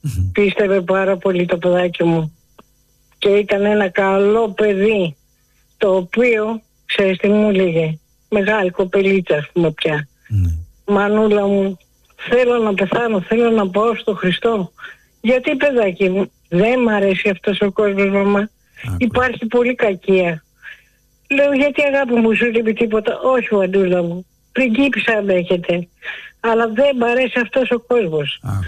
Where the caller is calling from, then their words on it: Artemida, Attica, Greece; από Αρτέμιδα.